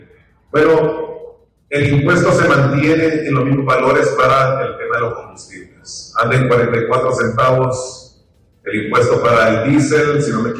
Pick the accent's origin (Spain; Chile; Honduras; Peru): Honduras